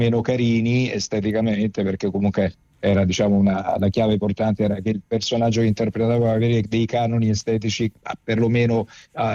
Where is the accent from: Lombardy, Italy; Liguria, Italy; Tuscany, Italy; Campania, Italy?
Campania, Italy; io sono campano, nato